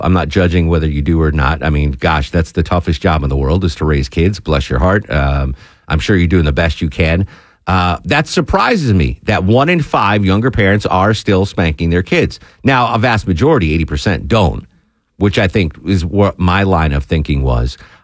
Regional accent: Connecticut, United States; born or raised there

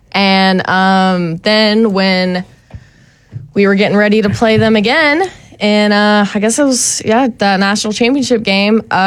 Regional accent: United States; I, as an American and as an East Jackson Eagle, I like an eagle mascot.

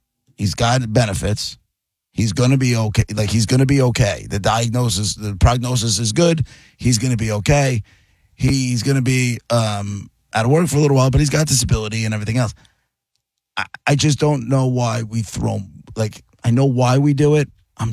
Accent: Deer Park, United States; And it's from the town that I grew up in Deer Park.

